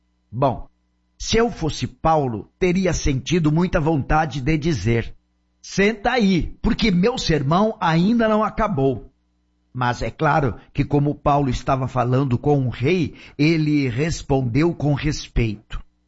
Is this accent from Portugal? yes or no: no; Canada; Na fazenda em que fui criado, lá no Canadá